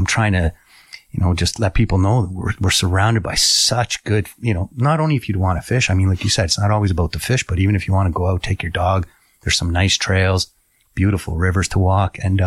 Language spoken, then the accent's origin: English; Toronto, Ontario, Canada; moved away; I grew up in Toronto, right?